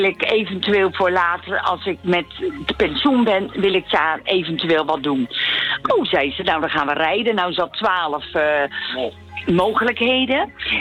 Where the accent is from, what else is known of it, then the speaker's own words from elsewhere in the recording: Rotterdam, South Holland, Netherlands; Ik ben Rotterdammer. Mijn man niet, maar ik ben echt een Rotterdammer.